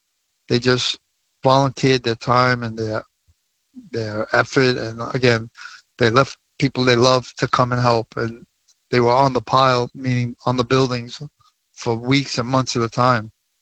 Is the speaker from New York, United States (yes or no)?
yes; Brooklyn, New York, United States; I knew people from my neighborhood growing up in Brooklyn